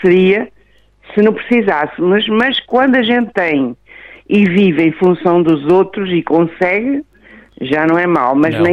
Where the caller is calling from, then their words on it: Arganil, Centro, Portugal; Eu estou na minha terra.